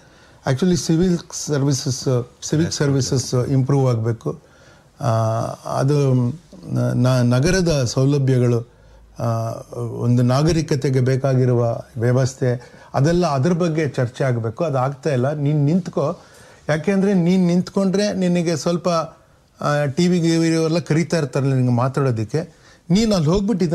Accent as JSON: {"language": "Kannada", "town": "Bangalore", "region": "Karnataka", "country": "India", "tie": "born or raised there", "said": "ಹುಟ್ಟು ಬೆಳೆದಿದ್ದಲ್ಲ ಪುಟ್ಟಣ್ಣ ರೋಡಲ್ಲಿ"}